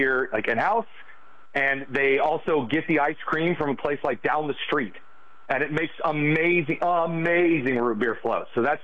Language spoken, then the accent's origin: English; Midwest, United States; As a Midwesterner, again, who just talked about Hardee's and A&W in the same segment